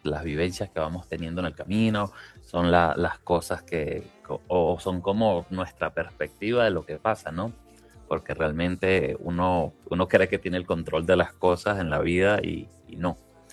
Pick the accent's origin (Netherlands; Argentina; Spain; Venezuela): Venezuela; Caracas, Capital District; moved away as an adult; now in Bogotá, Colombia; En 2019 nos mudamos a Bogotá, estamos acá. Somos oriundos de Caracas, Venezuela. Nuestra madre es bogotana y por eso migramos acá a la ciudad.